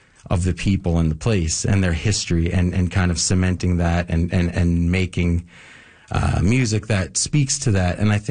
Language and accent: English; Hopedale, Newfoundland and Labrador, Canada; I come from Hopedale.